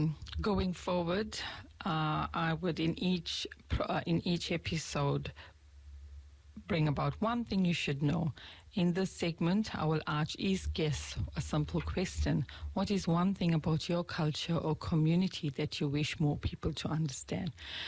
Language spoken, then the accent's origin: English; South Africa; moved away as an adult; now in New Zealand; I come from South Africa. So I grew up during apartheid South Africa.